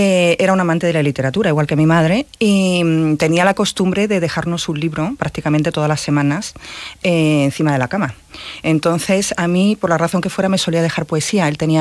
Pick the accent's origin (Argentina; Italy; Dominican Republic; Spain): Spain; Málaga, Andalusia; Yo Málaga siempre, como es mi ciudad natal